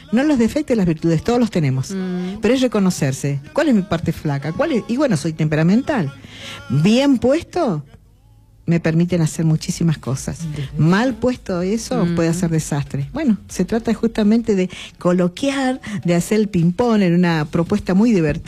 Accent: Corrientes, Argentina; moved away; yo soy correntina.

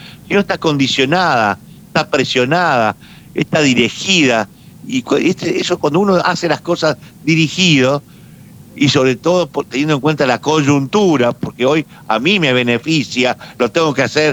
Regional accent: Santa Fe, Argentina; los santafesinos nos tenemos que hacer cargo para que las rutas estén buenas

